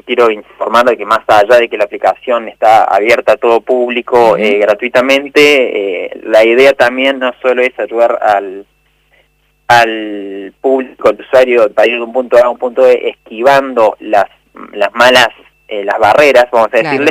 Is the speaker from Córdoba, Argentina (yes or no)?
yes; Córdoba, Argentina; como somos oriundos de Córdoba